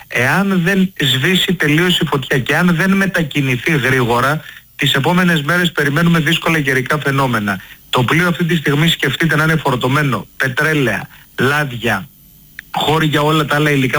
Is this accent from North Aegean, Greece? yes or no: no; Naxos, South Aegean, Greece; είμαι και από την Άξο και τότε που θυμάμαι καλά ήμουνα στο δημοτικό